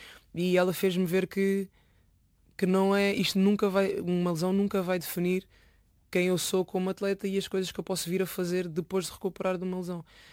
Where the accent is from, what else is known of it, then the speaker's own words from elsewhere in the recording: Lisbon, Portugal; born there; Pronto, eu nasci cá, nasci em Lisboa.